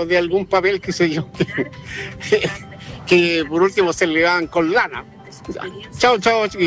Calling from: Santiago, Santiago Metropolitan Region, Chile; yo soy de Santiago

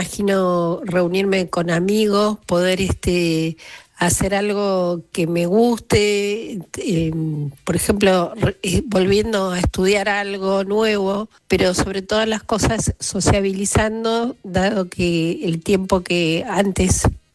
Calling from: Béccar, Buenos Aires Province, Argentina; de Bécar.

